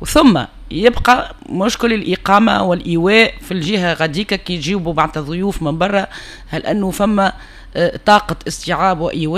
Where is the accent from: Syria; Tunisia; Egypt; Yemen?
Tunisia; يكون عنا في تونس بجمال الصحراء اللي عنا وبجمال الواحات اللي عنا